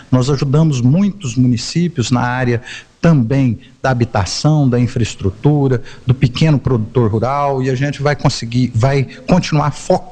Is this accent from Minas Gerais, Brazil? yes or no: yes; Iturama, Minas Gerais, Brazil; moved away; also born or lived in Itapagipe; eu fui criado, né, em Iturama, então morei também aqui em Itapajipe na minha infância, e a gente tem uma ligação muito grande, né, com toda a região